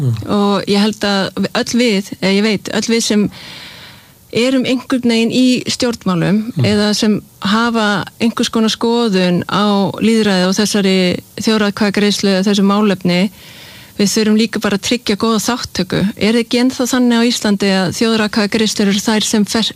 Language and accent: Icelandic; Denmark; Ég meina ég ólst upp í Evrópusambandinu. Ég veit nákvæmlega hvaða kostir og hvaða gallar. Ég meina ég ólst upp í Danmörku.